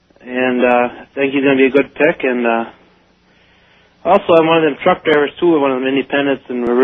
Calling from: Appleton, Wisconsin, United States; calling from Appleton, Wisconsin.

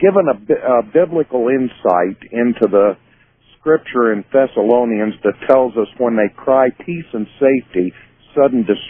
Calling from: Indianapolis, Indiana, United States; in Indianapolis

